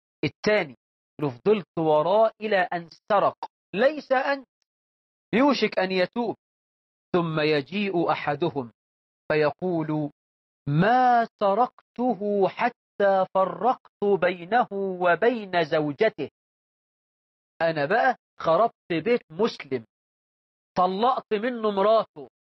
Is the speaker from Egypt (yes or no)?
yes; Egypt; بلدنا مصر